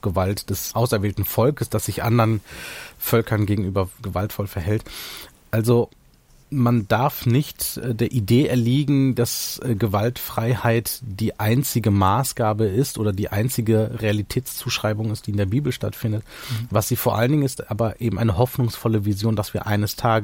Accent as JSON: {"language": "German", "town": "Wuppertal", "region": "North Rhine-Westphalia", "country": "Germany", "tie": "born or raised there", "also_born_or_lived": "Sri Lanka", "said": "Ich bin Mitte der 80er in Sri Lanka geboren und bin mit meinen Eltern als Kriegsflüchtling nach Deutschland gekommen und bin in Wuppertal aufgewachsen."}